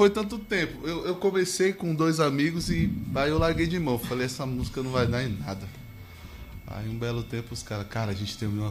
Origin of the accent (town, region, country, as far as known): São Paulo, Brazil; born or raised there